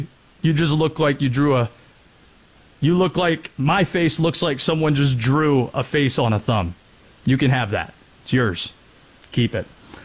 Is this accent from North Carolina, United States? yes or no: yes; North Carolina, United States; I'm from North Carolina, and we've got people do Southern accents with us too.